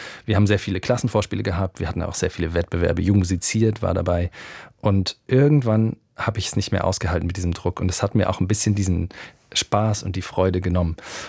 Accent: Alsfeld, Hesse, Germany; born or raised there; also born or lived in Berlin

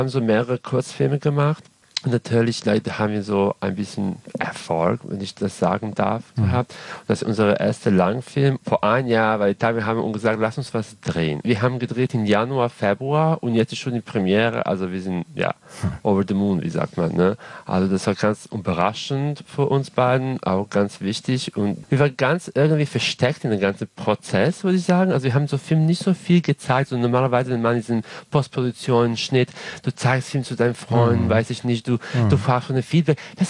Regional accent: Serbia; German is a second language

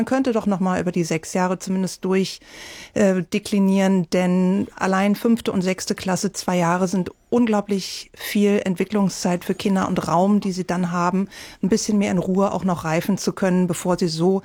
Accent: Berlin, Germany; ich bin selber Berlinerin, habe diesen Bildungszweig auch so durchlaufen

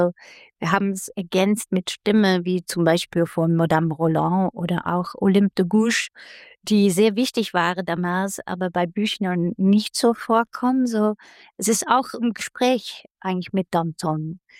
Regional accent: Netherlands; German is a second language; Ich komme ja aus den Niederlanden, so für mich war das relativ unbekanntes Stoff. So, ich bin da nicht in der Schule mit aufgewachsen

